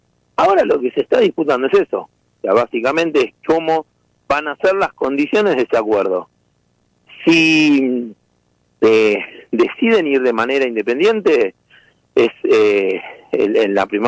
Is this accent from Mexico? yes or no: no; Argentina